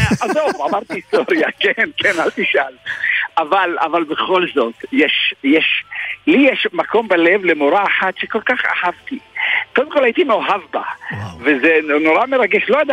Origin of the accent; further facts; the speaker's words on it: Ramla, Central District, Israel; also born or lived in Jaffa; now in Elad, Israel; לא, לא, לא, אני יליד יפו, יליד דג'אני. גדלתי ברמלה, אחרי צבא אלעד.